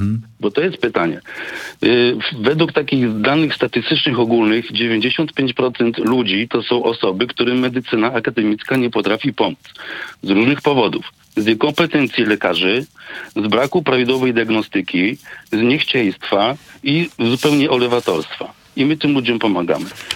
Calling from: Gorzów Wielkopolski, Lubusz Voivodeship, Poland; Dzwonię z Gorzowa.

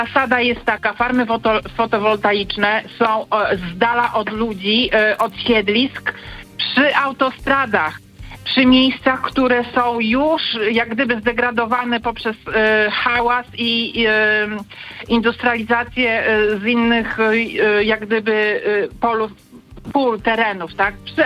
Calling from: Warmian-Masurian Voivodeship, Poland; ja pochodzę z Warmii i Mazur

